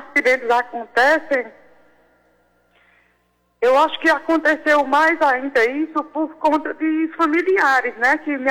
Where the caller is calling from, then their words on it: Araripina, Pernambuco, Brazil; Eu falo de Araripina, Pernambuco.